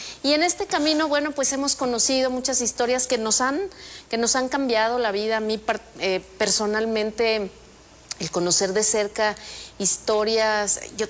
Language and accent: Spanish; Zamora, Michoacán, Mexico; yo soy originaria de Zamora.